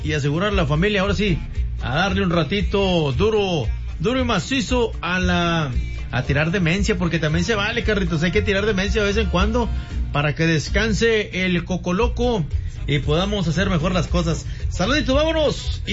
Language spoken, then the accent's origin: Spanish; Mexico; Primero, como dice, como buen mexicano, hay que sacar el jalecito, como buen mexicano, primero la familia